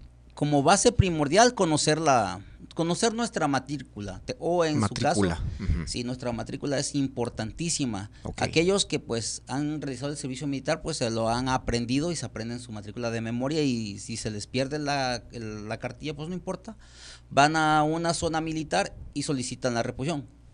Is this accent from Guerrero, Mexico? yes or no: no; Tonalá, Chiapas, Mexico; yo soy del municipio de Tonalá, mi acta es de Tonalá